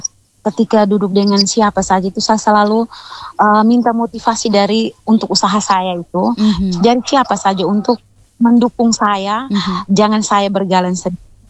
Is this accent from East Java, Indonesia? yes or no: no; East Nusa Tenggara, Indonesia; karena desa saya itu Teniu, nama desa saya itu Teniu Manu.